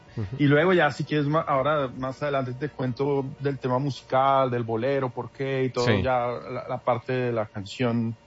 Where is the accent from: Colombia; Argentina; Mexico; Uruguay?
Colombia; Bogotá; now in Houston, United States; Yo soy rolo de papá barranquillero